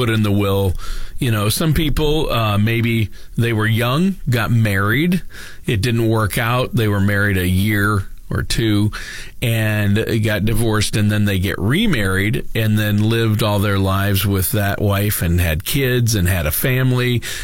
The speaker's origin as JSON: {"language": "English", "region": "Minnesota", "country": "United States", "said": "I'm from Minnesota"}